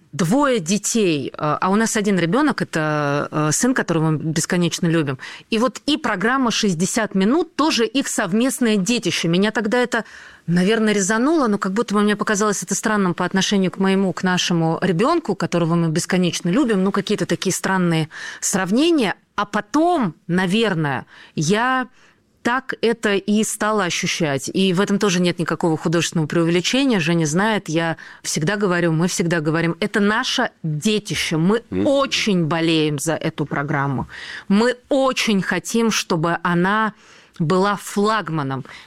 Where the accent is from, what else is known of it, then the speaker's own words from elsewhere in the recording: Volzhsky, Volgograd Oblast, Russia; Это мой родной город.